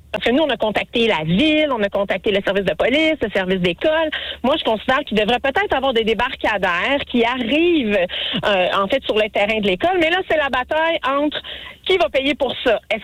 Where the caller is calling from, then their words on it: Repentigny, Quebec, Canada; Fait que moi, j'habite à Repentigny.